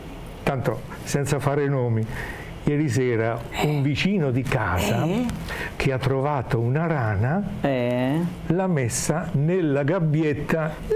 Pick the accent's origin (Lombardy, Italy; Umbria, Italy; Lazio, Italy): Umbria, Italy; Narni; born there; moved away; sono nato a Narni, in provincia di Terni. Sono figlio di contadini, non i contadini ricchi, i contadini poveri, più poveri dei poveri, perché i miei genitori non hanno posseduto mai un fazzoletto di terra.